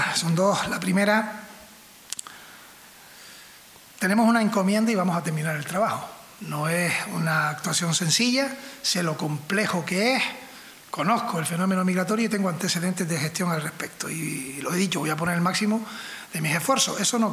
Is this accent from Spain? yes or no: yes; Canary Islands, Spain; ahora hablo como canario